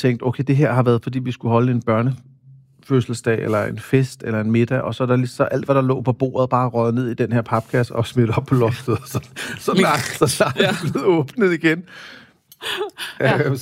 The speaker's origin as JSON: {"language": "Danish", "town": "Copenhagen", "region": "Capital Region of Denmark", "country": "Denmark", "tie": "born or raised there"}